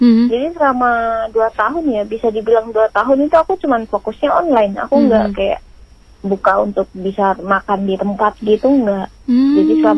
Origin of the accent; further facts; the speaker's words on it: Medan, North Sumatra, Indonesia; now in Kupang, Indonesia; Jadi aku sendiri kan orang Medan kan, aku dari Medan, lahirnya dari Medan. Jadi aku datang ke Kupang itu baru masuk 5 tahun.